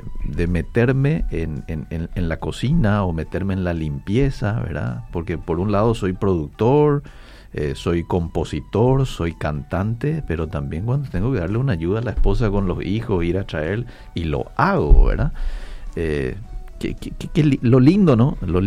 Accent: Paraguay; Estamos con emoción como paraguayos

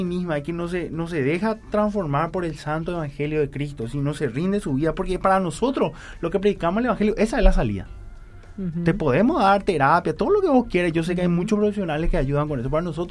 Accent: Paraguay; Entonces nosotros como paraguayos aceptamos esa cultura.

